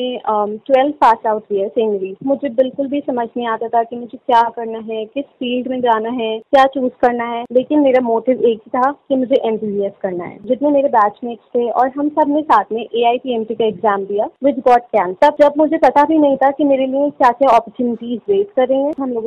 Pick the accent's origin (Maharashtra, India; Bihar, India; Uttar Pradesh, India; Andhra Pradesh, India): Uttar Pradesh, India; Rampur; also born or lived in New Delhi; और मैं यूपी रामपुर से बिलोंग करती हूँ।